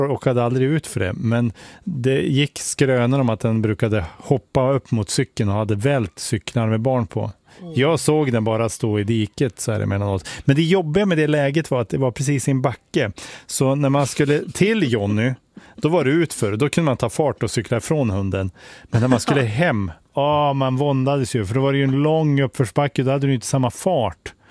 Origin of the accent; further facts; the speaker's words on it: Resele, Västernorrland County, Sweden; Jag bodde ju i obygdan, liksom. Jag är ju uppväxt i Resel utanför Sollefteå